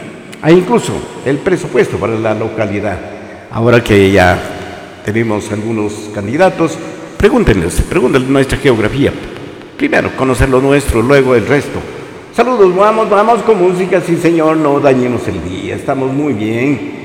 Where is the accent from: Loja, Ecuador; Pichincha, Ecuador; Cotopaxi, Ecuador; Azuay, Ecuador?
Loja, Ecuador